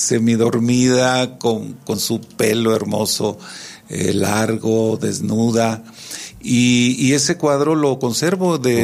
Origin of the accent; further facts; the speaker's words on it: Durango, Mexico; also born or lived in Mexico City; yo me fui a la Ciudad de México a los 19 años. Estaba por cumplir los 19 años cuando me fui a vivir allá. Mi incursión en el arte aquí en Durango había sido principalmente en teatro.